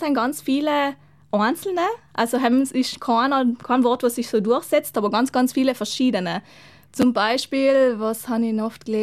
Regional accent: Trentino-Alto Adige, Italy; accent: South Tyrolean; darf man sagen, auf Südtirolerisch. Ja, also das kommt schon auch bei uns in Südtirol vor, dass die Wörter verwendet werden.

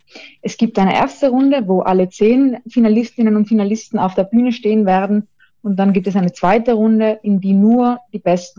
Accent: Trentino-Alto Adige, Italy; in Südtirol oder als Südtiroler

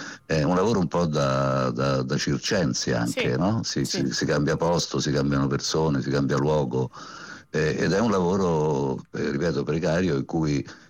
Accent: Rome, Lazio, Italy; Siamo romani

